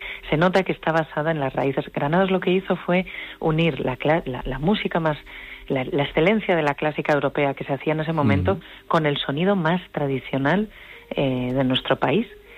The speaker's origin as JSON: {"language": "Spanish", "town": "Santander", "region": "Cantabria", "country": "Spain", "said": "yo soy de Santander, y por ejemplo está el Paseo Pérez Galdós, o el Paseo Pereda"}